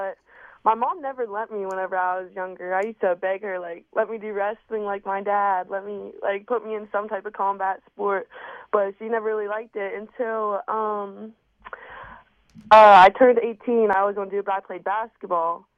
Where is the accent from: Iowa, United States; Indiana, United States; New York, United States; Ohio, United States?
Ohio, United States; Powhatan Point; I used to live whenever I was little on the end of town, like getting towards Clarington on Beaumont Street. But now I live downtown, like by the water department.